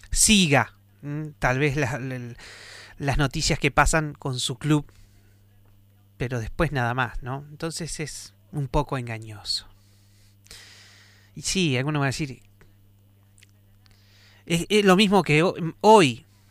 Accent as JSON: {"language": "Spanish", "country": "Argentina"}